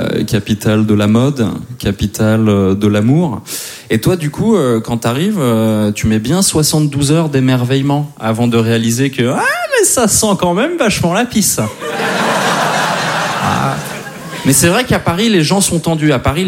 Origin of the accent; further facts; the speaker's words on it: Switzerland; born there; Et je suis né en Suisse un 20 avril